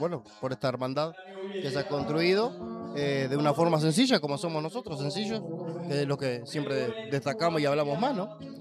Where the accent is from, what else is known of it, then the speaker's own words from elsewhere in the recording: Tupambaé, Cerro Largo, Uruguay; also born or lived in Santa Clara de Olimar, Treinta y Tres; now in Maldonado, Uruguay; yo soy alachán, yo me siento alachán y bueno, y viví toda la vida allá. Como si hubiese nacido en Montevideo, sería un montevideano viviendo en Tupambaé.